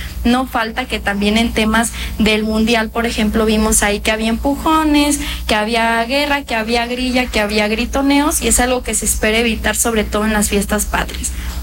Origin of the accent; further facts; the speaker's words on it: Mexico; la felicidad de todos nosotros como mexicanos.